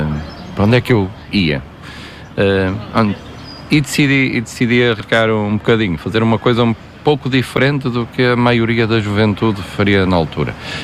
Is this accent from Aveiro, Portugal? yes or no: no; Marco de Canaveses, Porto, Portugal; now in Amarante, Portugal; Eu sou natural do Mar Canaves, um concelho vizinho, mas, por ironia do destino, vim parar a Amarante, a Gatão, em específico